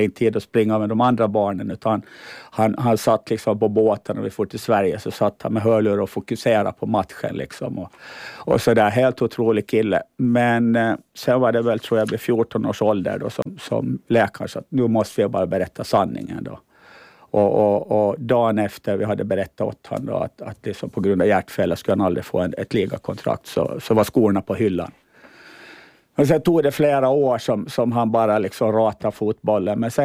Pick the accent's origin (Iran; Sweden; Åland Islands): Åland Islands; det var första gången som jag riktigt märkte varför jag var ålänning.